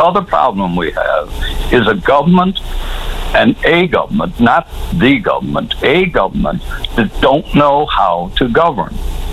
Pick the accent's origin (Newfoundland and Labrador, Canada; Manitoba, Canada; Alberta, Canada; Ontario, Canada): Newfoundland and Labrador, Canada; as a Newfoundlander, I own 65% of a company called CFLCO.